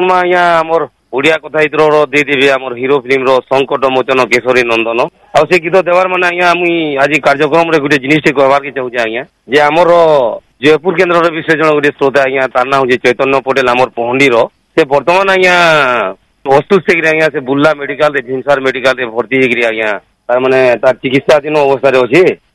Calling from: Bargarh, Odisha, India; କହୁଥିଲି, ଗ୍ରାମ ପୋଷ୍ଟ ମୁନି ଭୟାବି ପୁରୀ ଜିଲ୍ଲା ବରଗଡ଼ରୁ।

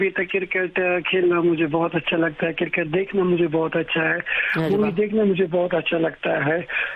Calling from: Budgam, Jammu and Kashmir, India; जिला बड़गांव में हमारा गांव पड़ता है

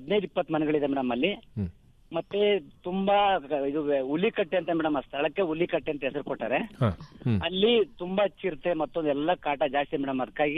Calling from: Karnataka, India

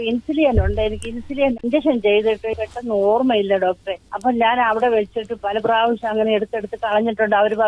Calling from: Pathanamthitta, Kerala, India; Pathanamthitta.

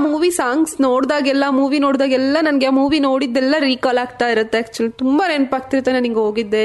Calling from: Hangala, Karnataka, India; ಅದು ನಮ್ದು ಗುಂಡುಪೇಟೆ ಪಕ್ಕ ಹಂಗ್ಲಾ ಅಂತ ಊರಿತ್ತು.

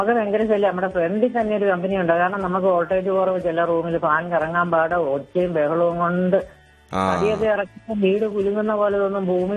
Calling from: Perumbavoor, Kerala, India; Mudikkal.

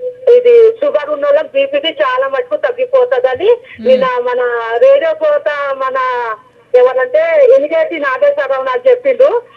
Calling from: Kothagudem, Telangana, India; నేను కొత్తగూడెం బుర్రిగడ్డ నుంచి మాట్లాడుతున్నా.

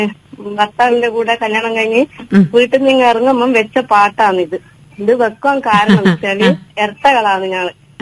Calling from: Vadakara, Kerala, India

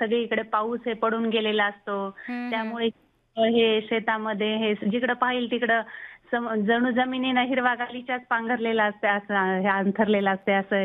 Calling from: Jintur, Maharashtra, India; मी परभणीहून बोलते

